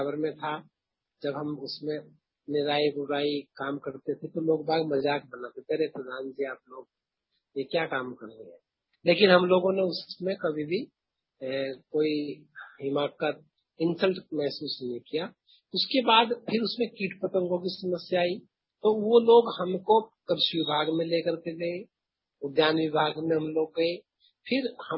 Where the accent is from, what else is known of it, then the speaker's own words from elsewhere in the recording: Uttar Pradesh, India; also born or lived in Saharanpur; Primary पढ़ाई हमारे गांव से लगभग 3 किलोमीटर दूर मलयपुर में हुई है, और उसमें हम धमोला नदी में से निकल करके जाते हैं।